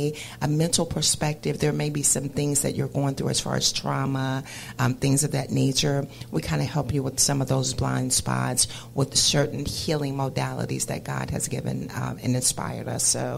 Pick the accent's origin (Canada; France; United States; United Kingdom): United States; Atlanta, Georgia; moved away; And I hail originally from Atlanta, Georgia.